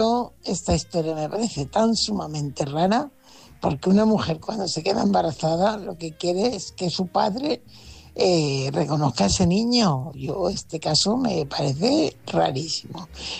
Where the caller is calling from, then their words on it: Fuenlabrada, Community of Madrid, Spain; corresponsal de Fuenlabrada.